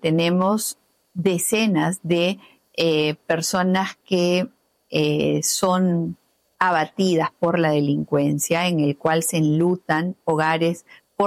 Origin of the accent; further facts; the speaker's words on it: Peru; porque por algo somos peruanos con DNI y tenemos libertad de expresión todavía.